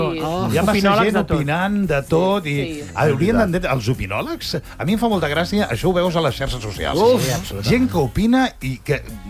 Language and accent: Catalan; Premià de Dalt, Catalonia, Spain; jo ara m'he recordat quan era petit, que jo soc de Premià Dalt, i veníem a Barcelona